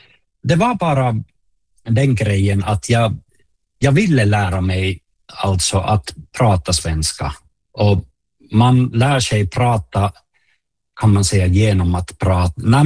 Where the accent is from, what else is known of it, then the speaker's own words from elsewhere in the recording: Oulunsalo, North Ostrobothnia, Finland; Swedish is a second language; jag är uppvuxen i Oulunsalo, helt finskspråkig området.